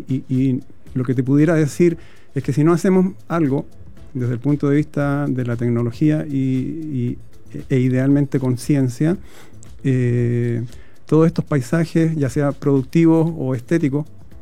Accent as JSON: {"language": "Spanish", "country": "Chile", "said": "Yo creo que somos tan resilientes como chilenos"}